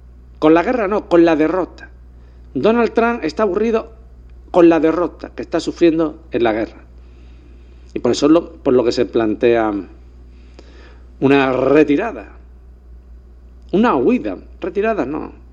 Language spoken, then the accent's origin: Spanish; Málaga, Andalusia, Spain